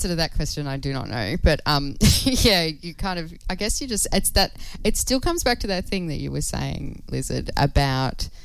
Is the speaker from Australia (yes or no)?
yes; Darwin, Northern Territory, Australia; You're down I'm down from Darwin, blah, blah, blah.